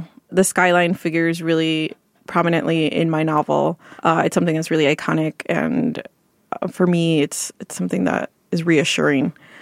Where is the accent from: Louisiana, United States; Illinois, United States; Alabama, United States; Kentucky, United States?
Illinois, United States; Cicero; I grew up in Cicero, which is on the border of Chicago, on the border of Lawndale and Cicero, Cicero and Cermak specifically. And it was a pretty rough neighborhood back then.